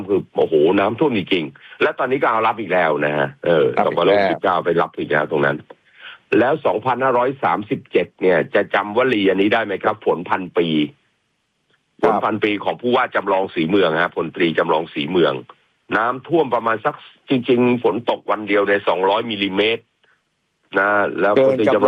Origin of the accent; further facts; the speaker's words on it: Samut Sakhon, Thailand; born there; now in Bangkok, Thailand; ผมย้ายจากสมุทรสาครนะที่บ้านแถวที่บ้านเกิดผมเนี่ยเข้ามาอยู่กรุงเทพเนี่ยปี2517